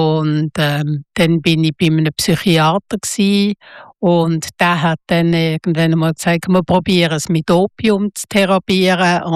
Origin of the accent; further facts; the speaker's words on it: Basel, Basel-Stadt, Switzerland; Das ist so Jugendhauszeit gewesen und ich bin in Basel aufgewachsen, oder?